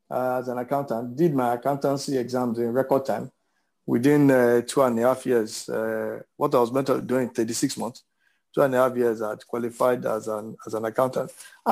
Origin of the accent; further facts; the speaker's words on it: Lagos, Nigeria; growing up in Lagos was interesting. Like I said, fairly, I felt at that time, middle class background